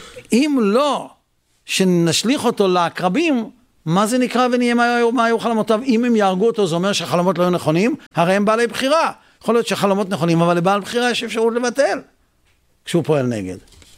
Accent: Netanya, Central District, Israel; כשגדלנו ילדים בנתניה

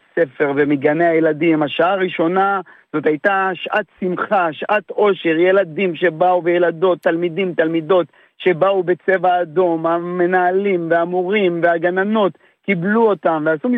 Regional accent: Beersheba, Southern District, Israel; אני נולדתי, גדלתי, התחנכתי באר שבע

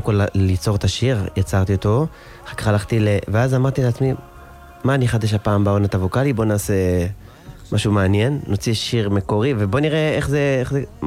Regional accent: Netivot, Southern District, Israel; born or raised there

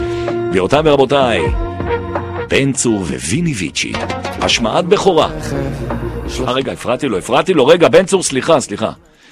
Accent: Jerusalem, Jerusalem District, Israel; אני גם ירושלמי, אז משהו פה עושה לי טוב.

